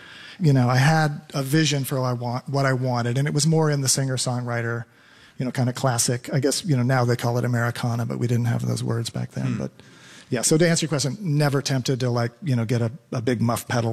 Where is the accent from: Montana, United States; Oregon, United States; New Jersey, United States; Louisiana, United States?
Oregon, United States; Eugene; born there; I was born here in Eugene, and they have open adoption records in Oregon.